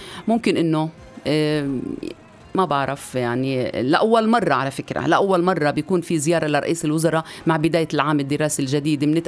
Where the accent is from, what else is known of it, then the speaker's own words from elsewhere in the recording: Battir, Bethlehem Governorate, Palestine; طبعا قريتنا بتير